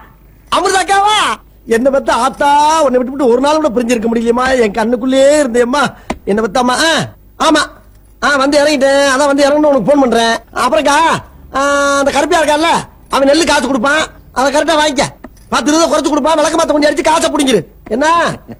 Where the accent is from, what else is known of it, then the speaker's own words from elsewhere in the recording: Kanadukathan, Tamil Nadu, India; காரக்குடி பக்கத்துல கானாடு காத்தா.